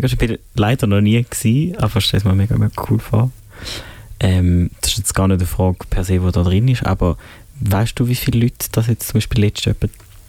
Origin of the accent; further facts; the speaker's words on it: Eastern Switzerland, Switzerland; ich komme aus der Ostschweiz. Ich versuche es so gut wie möglich